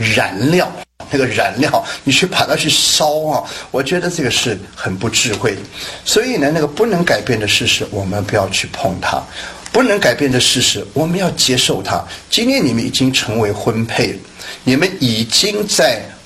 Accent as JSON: {"language": "Chinese", "region": "Guangdong", "country": "China", "said": "因为第一，我广东人不是我选择的，这个跟涉及父母好像有一点关系啊。因为我广东人是从父母亲那边来的"}